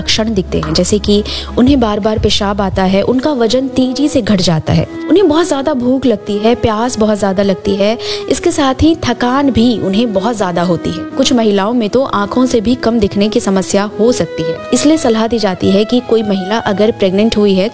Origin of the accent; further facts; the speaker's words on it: Bhagalpur, Bihar, India; दोस्तों हम भागलपुर से हैं और भागलपुर की बात करें तो यहाँ बहुत सारे ऐसे बिल्डिंग्स हैं